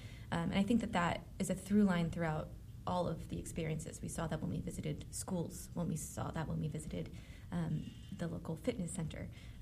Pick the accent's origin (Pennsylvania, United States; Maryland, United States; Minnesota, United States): Pennsylvania, United States; Philadelphia; I'm from Philadelphia.